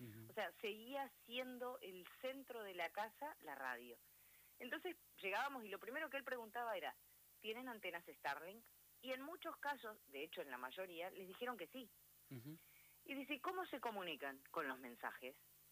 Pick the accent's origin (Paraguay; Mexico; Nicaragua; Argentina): Argentina; Trelew, Chubut; now in Trelew, Argentina; Nací en Trelew, pero me crié en el campo y la vida después me trajo de vuelta a la ciudad de Trelew para poder estudiar mi secundario, mi carrera y finalmente trabajar.